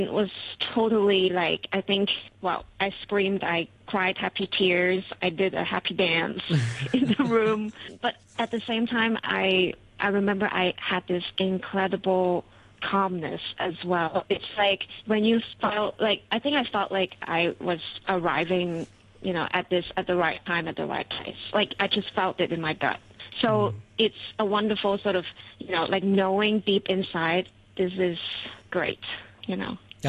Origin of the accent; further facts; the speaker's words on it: Hong Kong; English is a second language; growing up in Hong Kong, there's this, I mean, we work so hard, right?